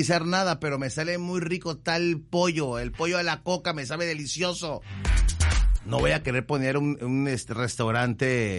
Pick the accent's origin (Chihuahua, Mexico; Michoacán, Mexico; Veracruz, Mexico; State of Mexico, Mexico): Veracruz, Mexico; Ahora sí, es jarocho así, más escandaloso, primo. Somos costeños, padre.